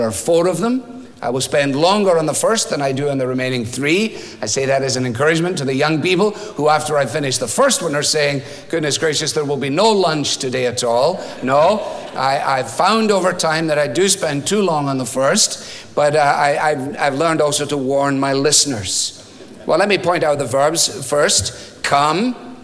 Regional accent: Scotland, United Kingdom; as a Scot

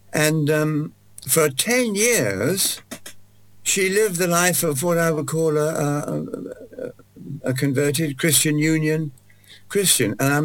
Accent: Scotland, United Kingdom; also born or lived in London; I was born in London, but my family lived in the northeast of Scotland.

